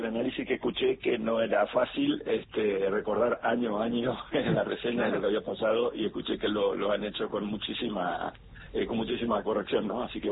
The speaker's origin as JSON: {"language": "Spanish", "country": "Argentina", "said": "nos merecemos como argentino un régimen penal juvenil"}